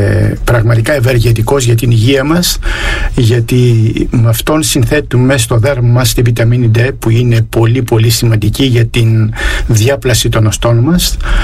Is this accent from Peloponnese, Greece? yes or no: no; Piraeus, Attica, Greece; τους πατριώτες μου, τους Πειραιώτες, γιατί και εγώ είμαι Πειραιώτης.